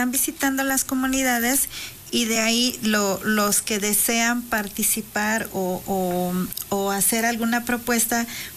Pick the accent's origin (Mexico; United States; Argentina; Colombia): Mexico; Puebla; yo soy de la Sierra Negra